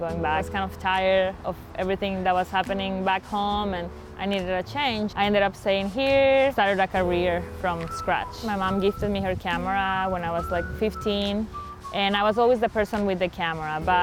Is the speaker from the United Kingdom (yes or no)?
no; Mexico; English is a second language; moved away as an adult; now in Canada; I'm originally from Mexico. I'm a skateboard photographer and I've been in Canada for about 12 years. I didn't plan to move here. It was a last minute decision.